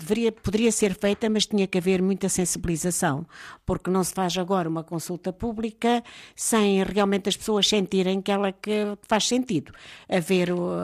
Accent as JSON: {"language": "Portuguese", "town": "Fratel", "region": "Castelo Branco", "country": "Portugal", "said": "Eu, por exemplo, venho do Fratel, venho de Castelo Branco"}